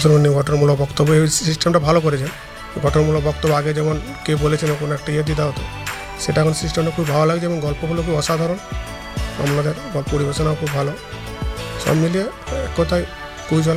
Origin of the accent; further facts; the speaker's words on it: Bankura, West Bengal, India; বাঁকুড়া থেকে এসেছি।